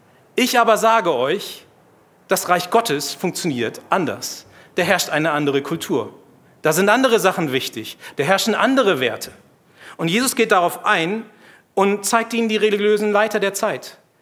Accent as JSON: {"language": "German", "country": "Germany", "said": "als Deutscher"}